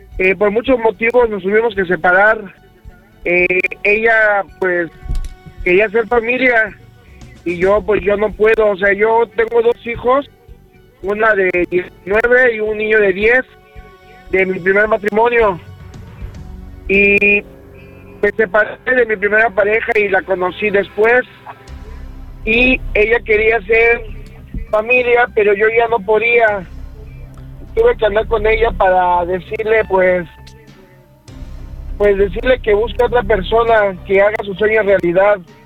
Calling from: Mérida, Yucatán, Mexico; yo soy de Mérida, Yucatán.

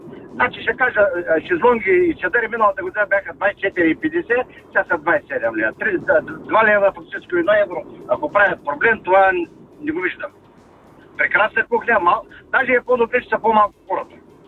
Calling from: Gabrovo, Gabrovo Province, Bulgaria; от Габрово.

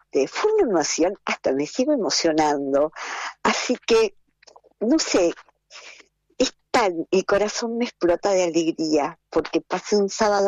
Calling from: Berisso, Buenos Aires Province, Argentina; yo vivo en Berisso, no sé cuántos años, hace como 12 años que me hice mi casita

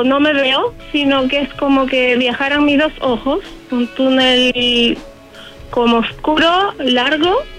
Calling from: Santiago, Santiago Metropolitan Region, Chile; Soy de Santiago, pero en este momento estoy en la Quinta Región.

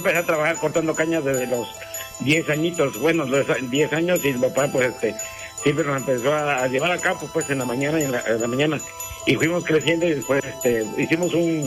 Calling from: Paso del Macho, Veracruz, Mexico; Yo soy de Paseo del Macho, Veracruz.

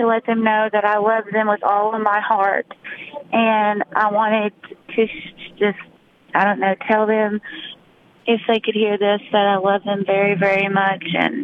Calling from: Wise, Virginia, United States; I'm calling from Wise, Virginia.

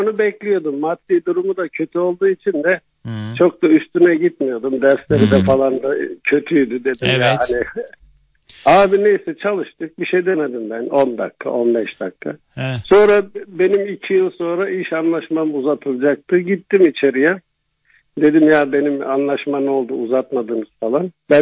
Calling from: Stuttgart, Baden-Württemberg, Germany; Almanya'dan arıyorum

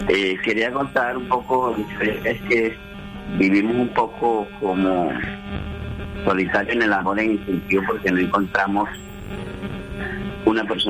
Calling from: Santa Marta, Magdalena, Colombia; Yo soy de Santa Marta, pero en una parcela, en una oficina, a unos 20 minutos del casco urbano, ¿no?

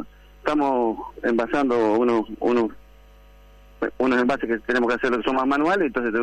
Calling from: Argentina; Acá somos todos argentinos.

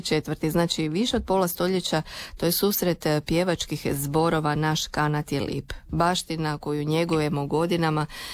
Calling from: Pula, Istria County, Croatia; Iz Pule mogu vam svima poželjeti samo lijep, ugodan i miran vikend.

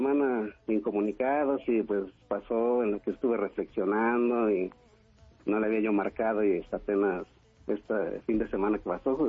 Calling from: Santiago Tianguistenco, State of Mexico, Mexico; Aquí en Santiago Tengo, municipio de aquí de Tengo.

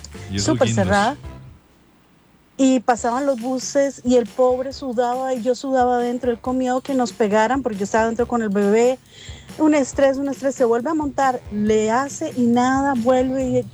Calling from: San José, Costa Rica; mis padres viven en Quebrada Ganado, nosotros somos de San José.

